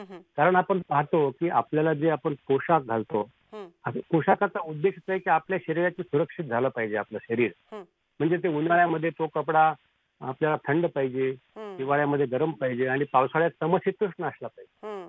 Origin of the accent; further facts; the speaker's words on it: Nanded, Maharashtra, India; मी राहणार नांदेडचा आहे.